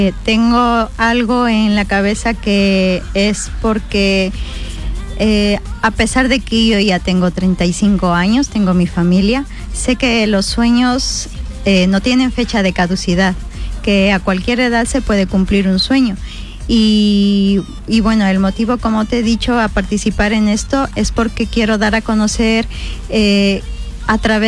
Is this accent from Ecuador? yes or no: yes; Cotopaxi, Ecuador; now in Spain; Tengo familia en La Tacunga también, somos todos de Cotopaxi.